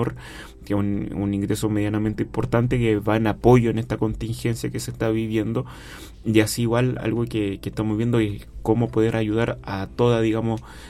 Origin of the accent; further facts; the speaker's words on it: Chile; somos chilenos, estamos acá